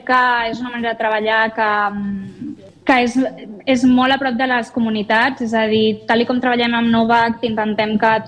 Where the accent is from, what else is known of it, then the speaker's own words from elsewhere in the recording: Catalonia, Spain; moved away as an adult; now in Jordan; nosaltres com a catalans